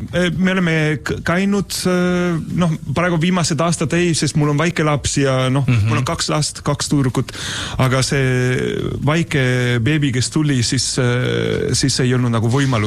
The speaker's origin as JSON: {"language": "Estonian", "town": "Madrid", "region": "Community of Madrid", "country": "Spain", "second_language": "Estonian", "lives_now": "Estonia", "said": "kuigi no, ma olen ise Madridis pärit, aga noh, seal Kadiz mulle väga meeldib"}